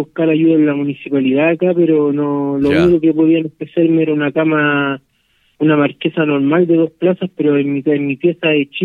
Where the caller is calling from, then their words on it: Requínoa, O'Higgins, Chile; Yo soy de Requinoa.